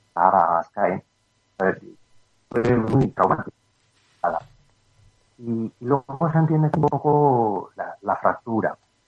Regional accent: Basque Country, Spain; trabajo en Castola, digo, soy vasco

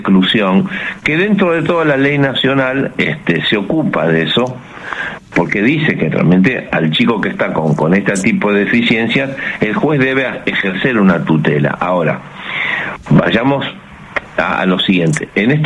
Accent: Bogotá, Colombia; Mira, yo vengo de Bogotá. Bogotá es una sociedad atravesada por la violencia estructural, son décadas de violencia.

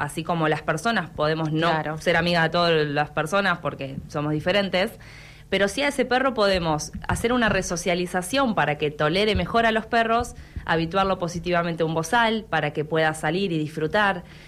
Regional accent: Trelew, Chubut, Argentina; moved away; emocionada por volver a Trelew, que es mi ciudad natal.

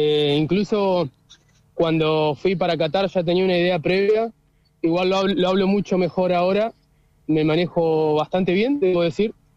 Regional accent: Trelew, Chubut, Argentina; moved away as an adult; now in Dublin, Ireland; soy de Trelew, soy de la ciudad de Trelew, oriundo de allá, del barrio Coepro, me crié ahí.

